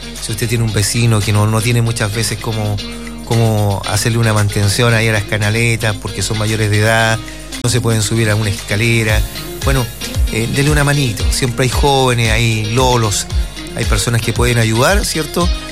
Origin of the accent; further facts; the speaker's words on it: Chile; así somos los chilenos